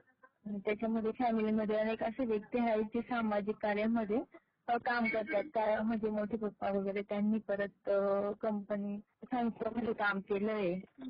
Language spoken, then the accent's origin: Marathi; Sakri, Maharashtra, India; मी खान्देशकडचे आहे. तर खान्देश मधील जिल्हा आहे तेथील साक्री तालुक्यातील मी आहे.